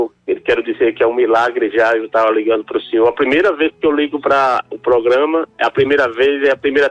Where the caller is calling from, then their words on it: Propriá, Sergipe, Brazil; Eu falo aqui da cidade de Propriá, aqui em Sergipe.